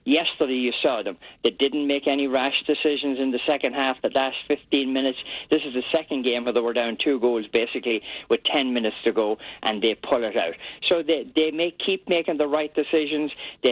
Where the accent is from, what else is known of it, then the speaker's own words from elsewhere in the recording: Ireland; Yeah, I'm Irish. I don't understand that.